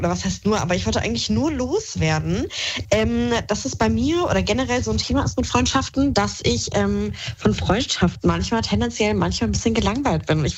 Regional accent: Idstein, Hesse, Germany; Und hinter Wiesbaden gibt es einen Ort, der nennt sich Itzstein.

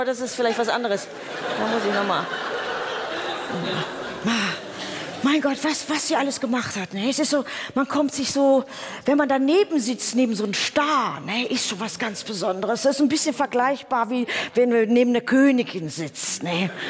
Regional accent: Oberhausen, North Rhine-Westphalia, Germany

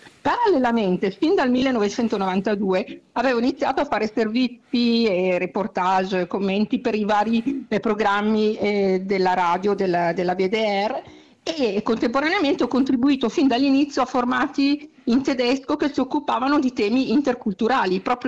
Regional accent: Milan, Lombardy, Italy; moved away as an adult; now in Cologne, Germany; io ho vissuto in Italia fino alla maturità, sono di Milano e poi mi sono trasferita a Colonia

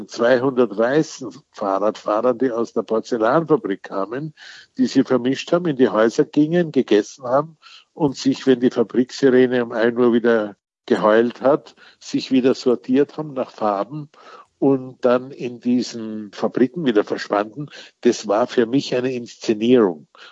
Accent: Wilhelmsburg, Lower Austria, Austria; kam ein Wanderzirkus nach Wilhelmsburg, wo ich aufgewachsen bin, weil dem eine Stadt ausgefallen ist. Wilhelmsburg war eigentlich zu klein für halbwegs normale Zirkusse.

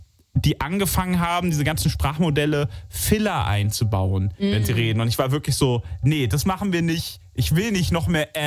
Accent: Alzey, Rhineland-Palatinate, Germany; born or raised there

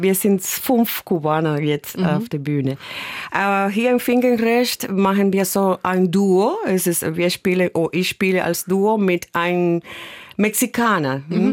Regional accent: Havana, Cuba; German is a second language; now in Germany; Ich komme aus Havana, ja. Genau. Ich bin in Havana geboren.

